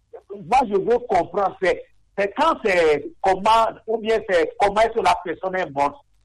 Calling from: Togo; en tant que Togolais

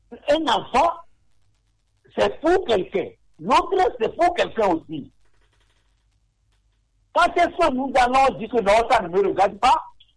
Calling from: Togo; en tant que Togolais

